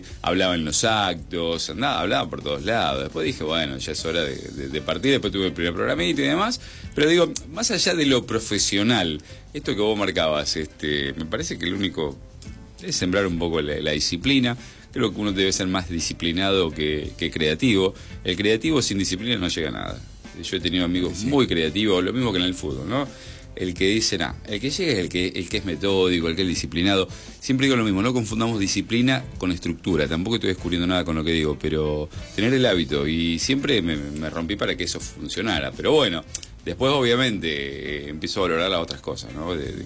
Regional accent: San Juan, Argentina; born there; moved away; Nací en San Juan. Mamá mendocina y papá sanjuanino.

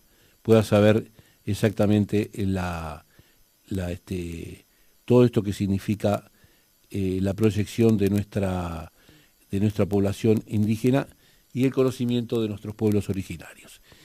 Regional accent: Uruguay; los uruguayos bajamos de los barcos y somos todos de origen europeo. No es así.

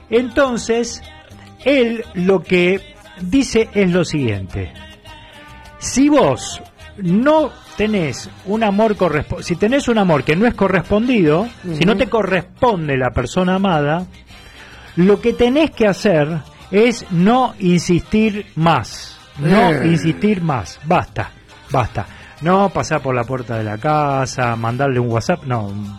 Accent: Buenos Aires, Argentina; Y desconocen cómo es el sur de la capital, que también es ser porteño, obviamente, viviendo

